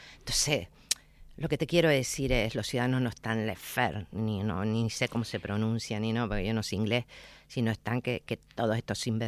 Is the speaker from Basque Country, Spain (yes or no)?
no; Canary Islands, Spain; los canarios que fuimos emigrantes